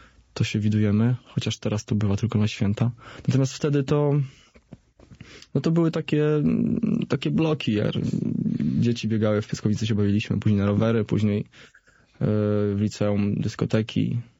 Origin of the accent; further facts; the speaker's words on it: Łosice, Masovian Voivodeship, Poland; moved away; Ja pochodzę z mojego miasteczka na wschodzie Polski, nazywa się Łosice. I tam były tylko 2 podstawówki i 1 liceum.